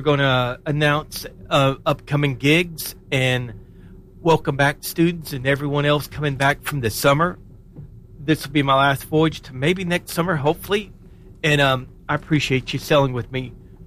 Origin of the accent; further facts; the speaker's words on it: Townsend, Tennessee, United States; born there; also born or lived in Cincinnati; I grew up in Townsend once I left Cincinnati.